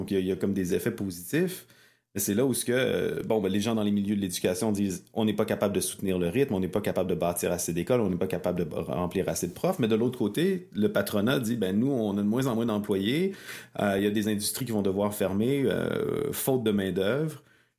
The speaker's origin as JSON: {"language": "French", "region": "Quebec", "country": "Canada", "said": "Chez nous, au Québec"}